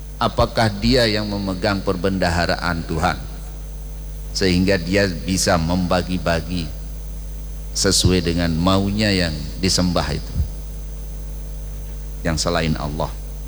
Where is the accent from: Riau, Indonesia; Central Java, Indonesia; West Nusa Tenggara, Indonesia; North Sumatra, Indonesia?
West Nusa Tenggara, Indonesia; born there; Artinya tiba-tiba itu kita taunya sudah lahir aja di Lombok.